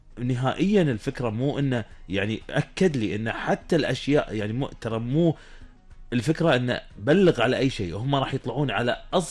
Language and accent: Arabic; Kuwait; لكل المستمعين على أرض هذه الدولة الحبيبة، ديرتنا الحبيبة الكويت.